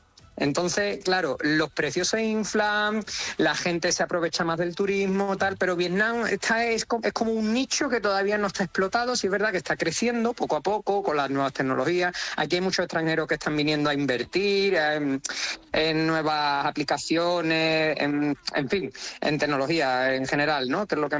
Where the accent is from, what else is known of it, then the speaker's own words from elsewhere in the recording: Seville, Andalusia, Spain; yo soy sevillano, yo soy de Sevilla